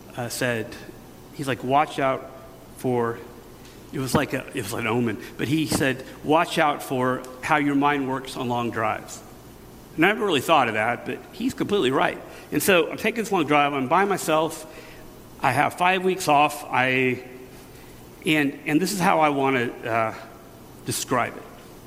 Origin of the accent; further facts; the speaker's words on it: Missouri, United States; It's like we're in Missouri. I'm from Missouri.